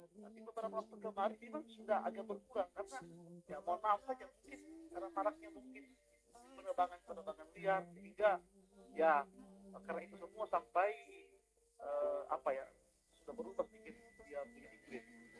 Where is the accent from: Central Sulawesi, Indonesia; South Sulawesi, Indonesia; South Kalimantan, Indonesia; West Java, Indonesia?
Central Sulawesi, Indonesia; Palolo; Ya, jadi saya mencintai akan daerah saya di Sigi, karena saya orang Sigi, Palolo saya.